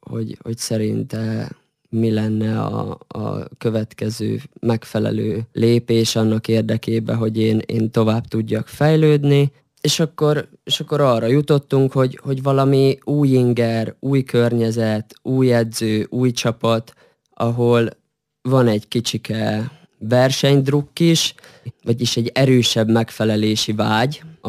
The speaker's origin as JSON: {"language": "Hungarian", "town": "Senta", "region": "Vojvodina", "country": "Serbia", "tie": "born or raised there", "moved": "as an adult"}